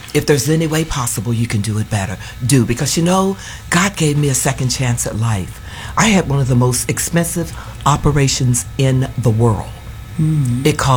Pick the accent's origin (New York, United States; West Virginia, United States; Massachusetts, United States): West Virginia, United States; moved away; I was raised up on the hill in West Virginia, all right? I was raised right. I went to church.